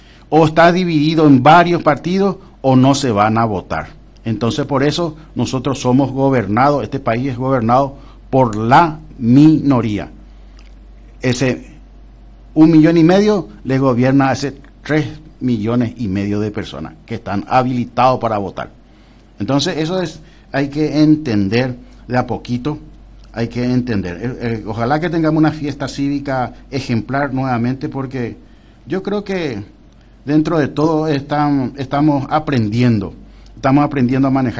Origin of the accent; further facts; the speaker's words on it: Paraguay; Somos todos paraguayos por sobre todas las cosas.